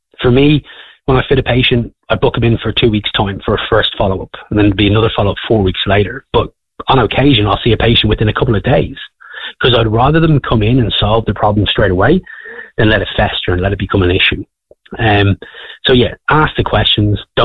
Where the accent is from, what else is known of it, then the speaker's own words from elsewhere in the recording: Wicklow, Leinster, Ireland; I'm from Wicklow originally.